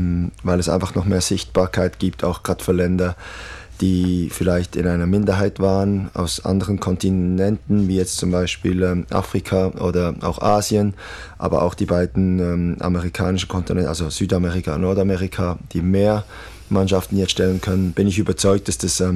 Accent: Italy; dann blutet mir das Herz als Italiener

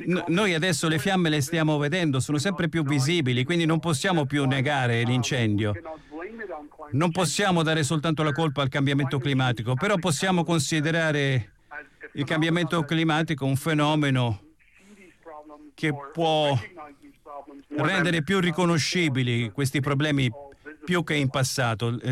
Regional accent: Iran; Italian is a second language; arlavo del mio paese, l'Iran, dove il problema dell'acqua risaliva a 50 anni fa.

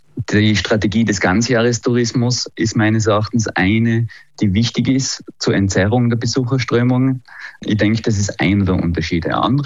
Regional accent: Tyrol, Austria; Bei uns in Nordtirol ist die Armutsrisiko ist bei 14,4%, also das Dreifache.

